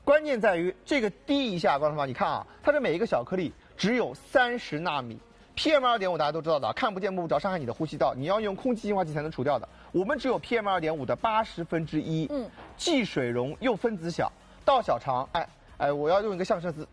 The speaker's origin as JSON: {"language": "Chinese", "region": "Shanghai", "country": "China", "said": "我们上海人"}